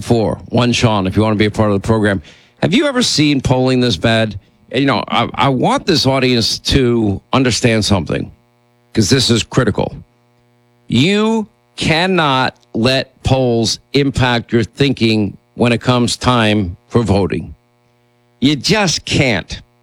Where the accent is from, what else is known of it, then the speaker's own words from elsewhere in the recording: Ireland; Because I'm Irish.